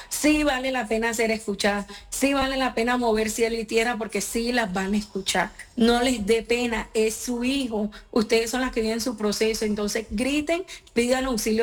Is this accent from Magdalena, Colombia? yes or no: yes; Ciénaga, Santa Marta, Magdalena, Colombia; moved away as an adult; now in Medellín, Colombia; yo soy de la costa, yo soy repartida en la costa, zona bananera, Ciénaga, Santa Marta